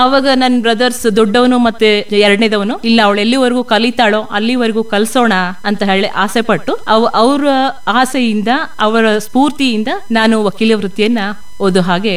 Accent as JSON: {"language": "Kannada", "town": "Athani", "region": "Karnataka", "country": "India", "tie": "born there", "said": "ನನ್ನ ಹುಟ್ಟು ಶ್ರೀ ಅಥಣಿ ಮುರುಗೇಂದ್ರ ಶಿವಯೋಗಿಗಳ ಪುಣ್ಯ ತಪೋಭೂಮಿಯಾದ ಅಥಣಿಯಲ್ಲಿ ನನ್ನ ಜನನ."}